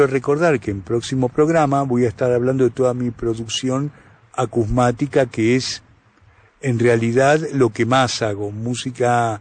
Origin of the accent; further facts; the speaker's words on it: Argentina; de Argentina, anfitrión esta noche en Testimonios de Oídas